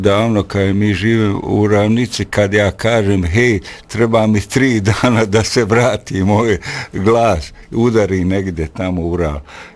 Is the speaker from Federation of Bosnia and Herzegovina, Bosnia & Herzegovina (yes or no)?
yes; Sarajevo, Federation of Bosnia and Herzegovina, Bosnia & Herzegovina; Pazi, ovaj grad koji je moj rodni grad uvijek je bio jedna posebna inspiracija.